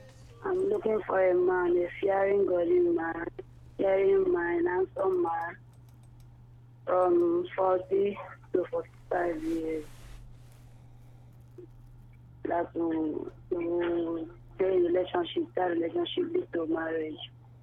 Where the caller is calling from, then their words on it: Port Harcourt, Rivers, Nigeria; I'm calling from Port Harcourt.